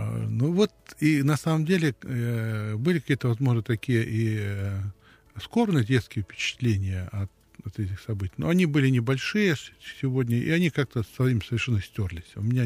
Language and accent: Russian; Belarus; я родился и вырос в Белоруссии.